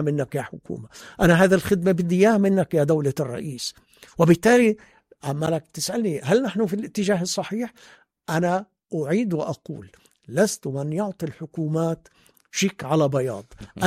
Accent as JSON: {"language": "Arabic", "country": "Jordan", "said": "إحنا شعب أردني واعي وفي وصادق"}